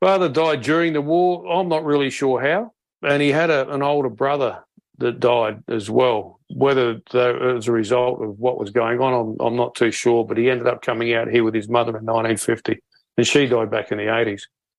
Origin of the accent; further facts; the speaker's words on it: Adelaide, South Australia, Australia; moved away; I grew up in the Port at Large Bay. Mum's still there, same house.